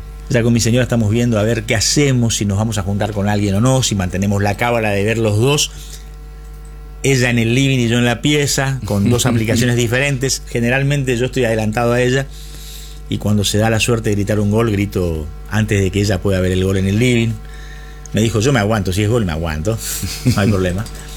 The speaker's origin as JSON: {"language": "Spanish", "country": "Argentina", "said": "¿Qué orgullo como argentino ver ese tipo de reconocimiento para un jugador que nosotros mismos durante mucho tiempo descalificamos?"}